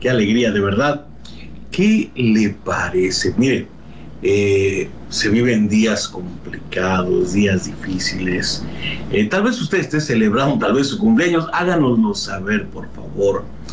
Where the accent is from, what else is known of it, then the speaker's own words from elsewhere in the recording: Mexico; somos los mexicanos muy dados a tener para cada situación un dicho o un refrán